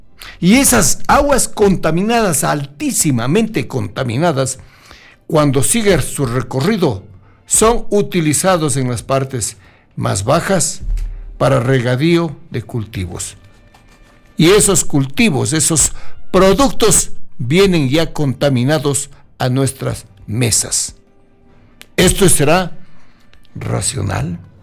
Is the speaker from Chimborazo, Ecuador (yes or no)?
yes; Riobamba, Chimborazo, Ecuador; now in Quito, Ecuador; Antes de que yo saliera de mi tierra natal, la provincia de Chimborazo, ciudad de Riobamba, y de allí una parroquia rural, San Juan, a la ciudad capital